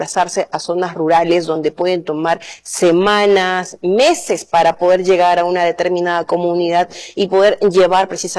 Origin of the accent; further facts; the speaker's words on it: Peru; nosotros como peruanos realmente nos quedamos completamente abandonados.